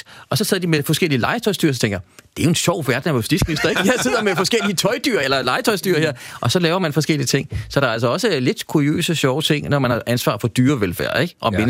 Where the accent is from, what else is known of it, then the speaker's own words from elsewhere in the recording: Ballerup, Capital Region of Denmark, Denmark; Jeg er fra Ballerup af, ikke?